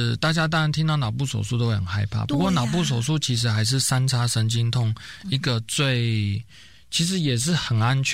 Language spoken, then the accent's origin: Chinese; Taiwan; 我们台湾人